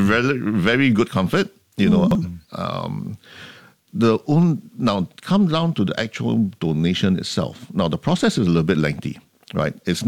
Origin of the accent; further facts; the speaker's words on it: Singapore; I'm a Singaporean